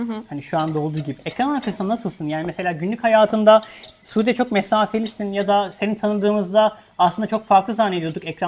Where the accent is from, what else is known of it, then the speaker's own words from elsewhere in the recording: Denizli, Turkey; Ben Ege'liyim, Denizliliyim